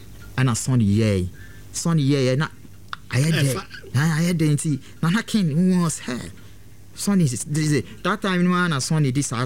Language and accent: English; Kumasi, Ashanti, Ghana; But I was born and raised in Kumasi.